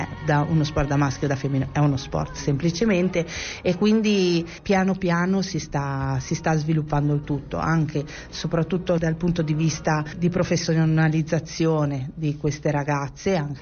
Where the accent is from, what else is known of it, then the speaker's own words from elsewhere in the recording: Liguria, Italy; moved away as an adult; also born or lived in Mantua; E poi mi sono trasferita a Mantova, perché io sono ligure, per ragioni di studio